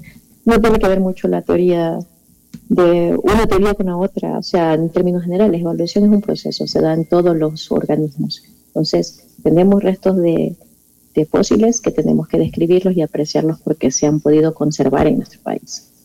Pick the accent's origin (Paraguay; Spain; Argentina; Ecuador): Ecuador; Nosotros como ecuatorianos